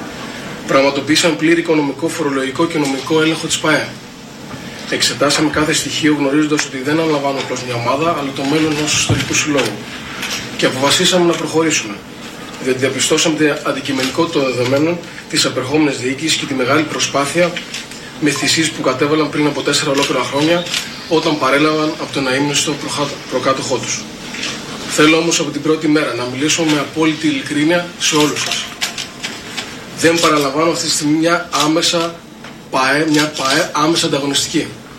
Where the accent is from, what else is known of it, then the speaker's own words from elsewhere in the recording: Larissa, Thessaly, Greece; απέναντι στην πόλη της Λάρισας, απέναντι στην πόλη μου.